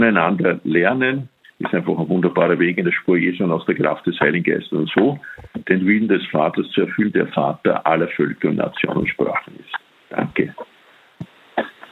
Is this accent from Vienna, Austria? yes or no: no; Salzburg, Austria; born there; Heute ist ja wunderbarer Feiertag für mich als Salzburger, gebürtiger.